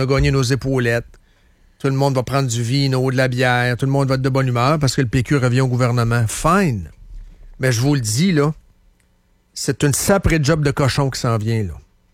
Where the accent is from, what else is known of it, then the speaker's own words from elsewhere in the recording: Trois-Rivières, Quebec, Canada; Moi, je le sais. Je viens de Trois-Rivières.